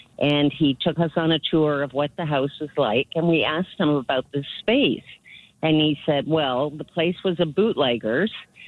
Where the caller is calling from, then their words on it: Charlottetown, Prince Edward Island, Canada; I live in the original neighborhood of Charlottetown, the original bank where the customs building is, the original fire hall.